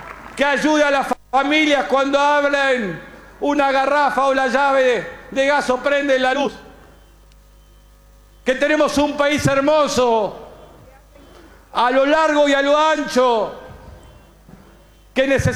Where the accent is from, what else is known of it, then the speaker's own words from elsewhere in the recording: Argentina; Somos gente grande los argentinos y argentinas.